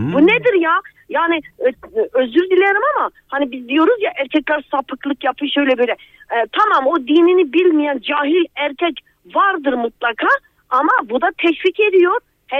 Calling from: Malatya, Turkey; Malatya merkez.

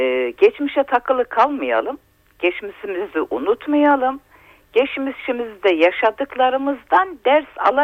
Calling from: Trabzon, Turkey; Ben Trabzon'dan.

